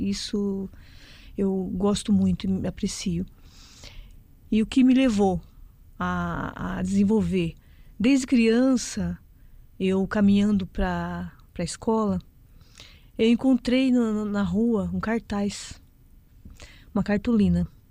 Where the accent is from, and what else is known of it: São Lourenço da Serra, São Paulo, Brazil